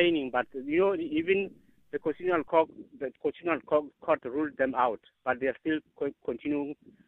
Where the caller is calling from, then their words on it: Sidibeng, Limpopo, South Africa; I'm calling from Sidibeng under Bulobedu Rural Council.